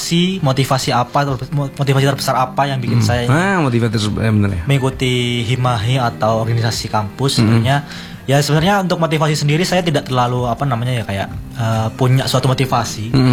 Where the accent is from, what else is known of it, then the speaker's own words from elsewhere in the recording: Jember, East Java, Indonesia; Saya anak Jember orang.